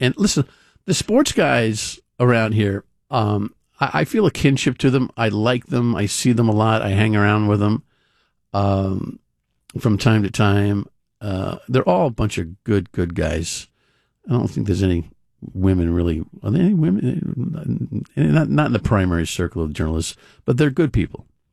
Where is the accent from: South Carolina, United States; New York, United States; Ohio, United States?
New York, United States; Flushing; also born or lived in Western Massachusetts; now in Rhode Island, United States; Christ, I'm from Flushing. You know, I came here from Western Mass, and one of the first things I did was try to learn the vernacular.